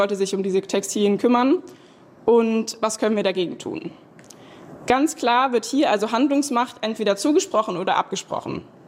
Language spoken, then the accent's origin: German; Germany; Ich war natürlich trotzdem als Deutsche und als Europäerin vor Ort